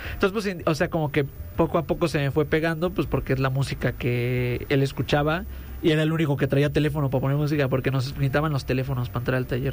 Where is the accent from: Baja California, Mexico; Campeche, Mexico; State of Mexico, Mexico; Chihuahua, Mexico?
State of Mexico, Mexico; Acolman; de donde vengo, pues, cada 8 o cada 15 días hay sonideros. O sea, es un pueblo